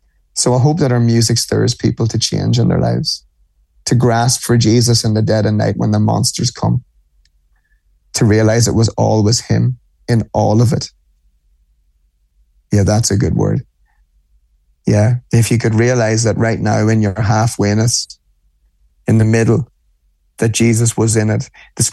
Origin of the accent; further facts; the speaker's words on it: Ireland; So I'm an Irishman, right? So I speak Irish, not fluently, but no, Gaelic.